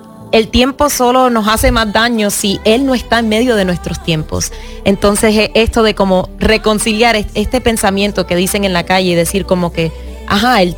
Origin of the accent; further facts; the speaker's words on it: Puerto Rico; van a haber más boricuas en mi proyecto, porque yo crecí en Puerto Rico, exacto, o sea, hay mucho sazón caribeño ahí.